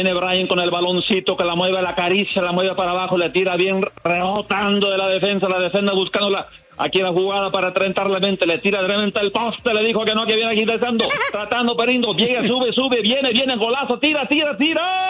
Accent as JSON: {"language": "Spanish", "region": "Chihuahua", "country": "Mexico", "moved": "yes", "lives_now": "Los Angeles, United States", "said": "yo soy latino, soy de Chihuahua. Y aquí estoy viviendo en los Estados Unidos, ya Los Ángeles, por casi prácticamente toda mi vida"}